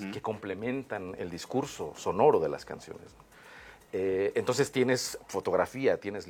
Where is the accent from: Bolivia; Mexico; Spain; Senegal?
Mexico; Oaxaca; nosotros somos de Oaxaca y crecimos con una cultura muy arraigada al Día de Muertos.